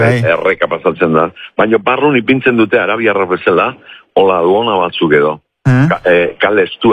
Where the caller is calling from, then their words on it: Ermua, Basque Country, Spain